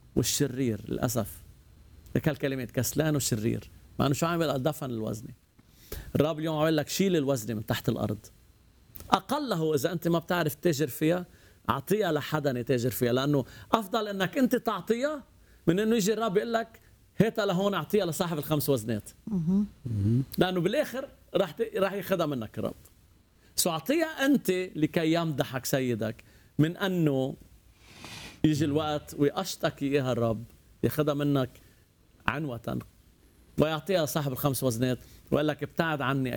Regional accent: Lebanon; عندنا في لبنان بتحط في الجورنال

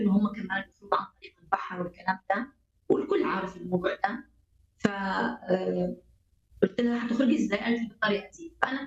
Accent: Iraq; وأنا كعراقية المفروض أنا أصلي وأتشفع لبلد

